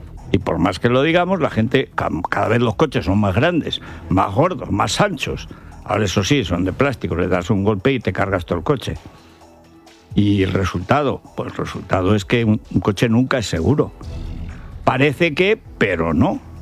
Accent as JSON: {"language": "Spanish", "region": "Castilla-La Mancha", "country": "Spain", "tie": "born or raised there"}